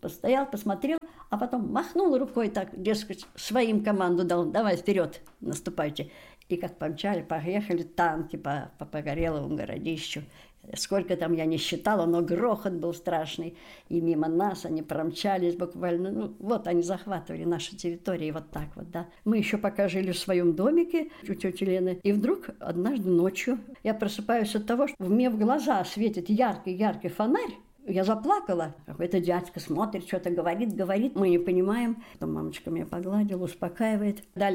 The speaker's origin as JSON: {"language": "Russian", "region": "Moscow", "country": "Russia", "tie": "born there", "also_born_or_lived": "Pogoreloye Gorodishche", "said": "Родилась в Москве в 1936 году, Краснопресненский район Москвы, улица 905 года. Мы на этой улице жили. 5 лет было мне, когда война началась."}